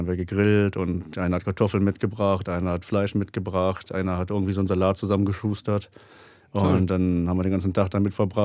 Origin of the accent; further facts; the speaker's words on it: Sucre, Chuquisaca, Bolivia; now in Germany; Ich wusste, ich komme ungefähr aus Sucre, aber den Leuten vor Ort hat es dann irgendwann nicht mehr gereicht.